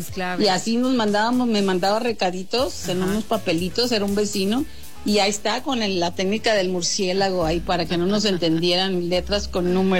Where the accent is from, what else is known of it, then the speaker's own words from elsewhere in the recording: Culiacán, Sinaloa, Mexico; moved away; yo soy de Culiacán.